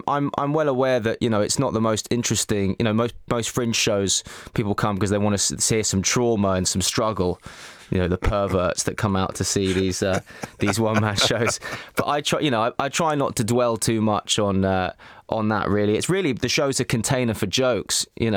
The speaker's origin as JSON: {"language": "English", "region": "England", "country": "United Kingdom", "moved": "as an adult", "lives_now": "Lyon, France", "said": "an English comedian in Lyon who's doing jokes about being English"}